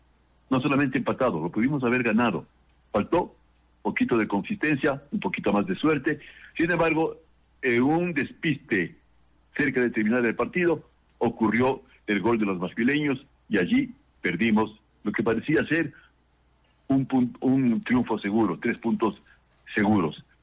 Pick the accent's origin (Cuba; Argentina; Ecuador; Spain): Ecuador; now in Mexico